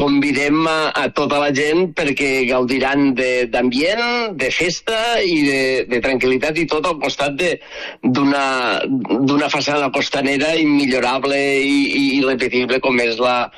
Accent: Alcanar, Catalonia, Spain; La gent que som, jo sóc d'Alfanar, però sempre hem viscut les festes de les cases.

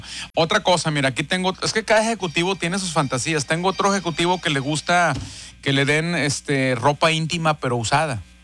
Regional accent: Puebla, Mexico; now in Monterrey, Mexico; yo no soy de aquí, yo soy de Puebla

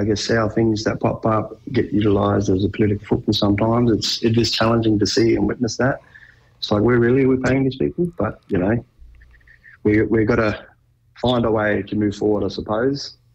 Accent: Koonibba, South Australia, Australia; A lot of fond memories of growing up on Coonabba Mission.

